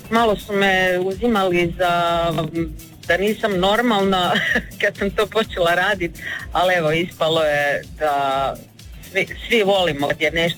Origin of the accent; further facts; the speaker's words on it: Knin, Šibenik-Knin County, Croatia; To je jedan od najstarijih dijalekata u Hrvatskoj i ono, stvarno Knin me tu obilježio, tako osobno mi je to predivno da se pjeva.